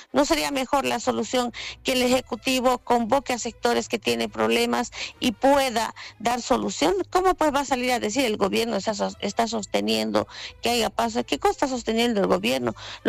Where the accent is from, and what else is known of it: Bolivia